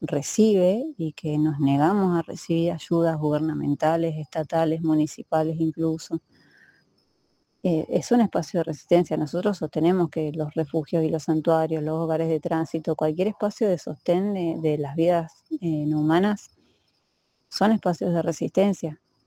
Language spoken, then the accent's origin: Spanish; Argentina; now in Misiones, Argentina; Si bien nosotros no somos de Misiones, la mayoría somos de Buenos Aires, incluso de la Patagonia